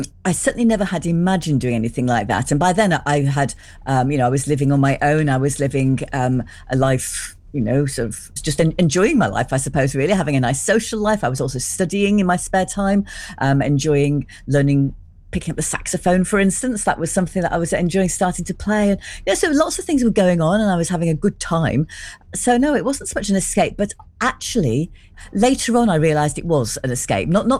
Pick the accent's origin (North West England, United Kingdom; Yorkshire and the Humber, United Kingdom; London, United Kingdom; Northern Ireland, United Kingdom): Yorkshire and the Humber, United Kingdom; Sheffield; I grew up in Sheffield.